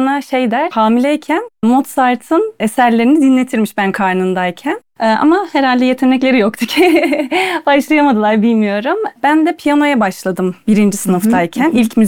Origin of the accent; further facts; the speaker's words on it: Ankara, Turkey; born there; Küçükken Hacettepe Konservatuarı'nda okurken